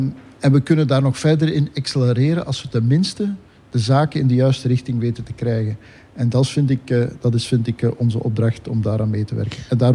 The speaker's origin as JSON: {"language": "Dutch", "region": "Limburg", "country": "Belgium", "said": "het is wel belangrijk voor onze provincie. Omwille van een aantal redenen. Ten eerste, wij zijn de provincie van de maakindustrie in Vlaanderen."}